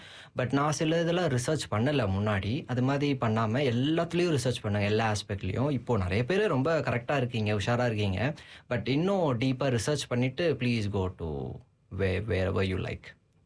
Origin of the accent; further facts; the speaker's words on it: India; moved away as an adult; நான் இந்தியா தான் சொன்னேன் இல்லையா, நான் இந்தியால இருந்து ஏன் மெயினா வந்தேன்னா, நான் அங்க ஒர்க் பண்ணிட்டு இருந்தேன்.